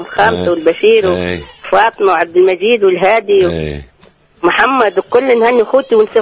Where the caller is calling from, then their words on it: Remada, Tataouine Governorate, Tunisia; من الرمادة